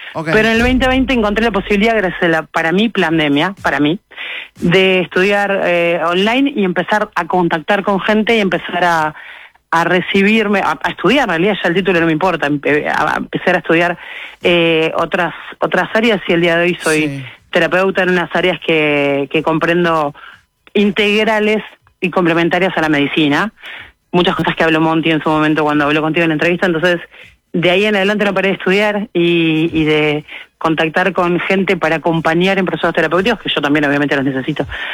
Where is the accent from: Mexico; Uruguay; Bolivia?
Uruguay; Soy uruguaya, tengo unas ganas de irme a Israel